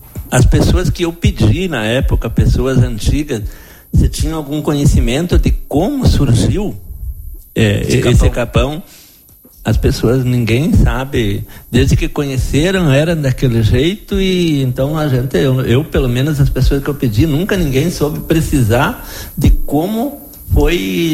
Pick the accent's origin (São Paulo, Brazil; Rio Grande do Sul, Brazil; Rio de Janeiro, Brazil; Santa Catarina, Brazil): Rio Grande do Sul, Brazil; born or raised there